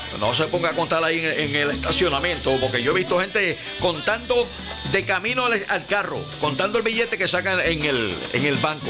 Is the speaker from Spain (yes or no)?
no; Sabana Grande, Puerto Rico; also born or lived in Yauco; La gente de Sabana Grande, mi pueblo, la gente de Yauco, mi segundo pueblo